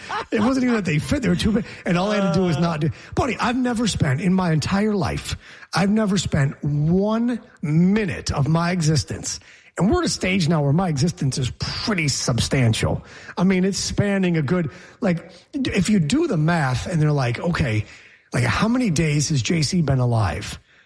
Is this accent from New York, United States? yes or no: yes; Geneva, New York, United States; now in Philadelphia, United States; So it wasn't until I drove from Philly back to my hometown of Geneva, New York, to go see the family for the weekend and my baby nephew.